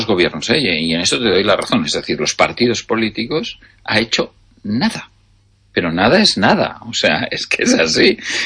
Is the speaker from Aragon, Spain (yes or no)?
yes; Zaragoza, Aragon, Spain; o volviera a mi ciudad natal, que es Zaragoza, yo desearía vivir donde había vivido toda mi vida